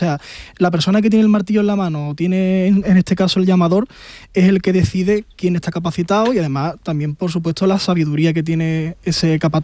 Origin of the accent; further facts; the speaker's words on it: Cádiz, Andalusia, Spain; en Cádiz todavía mantenemos ese espíritu de ciudad pequeña